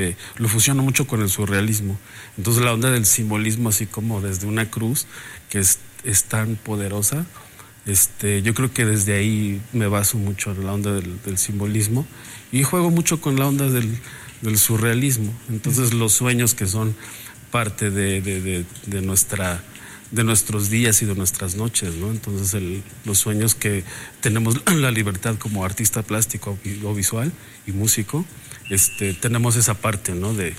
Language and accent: Spanish; Tenango del Valle, State of Mexico, Mexico; moved away as an adult; also born or lived in Toluca / Guadalajara / United States; Yo soy, sí, originario de Tenango del Valle, pero pues estudié en toda la región que es de aquí de Toluca, estoy en la Escuela de Bellas Artes, Escuela de Música